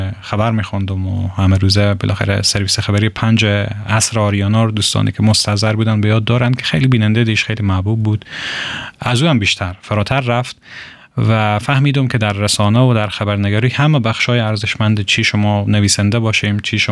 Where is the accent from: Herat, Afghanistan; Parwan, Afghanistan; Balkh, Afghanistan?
Herat, Afghanistan; و متولد هراتم.